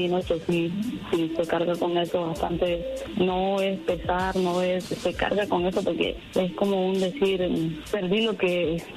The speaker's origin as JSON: {"language": "Spanish", "country": "Mexico", "tie": "born there"}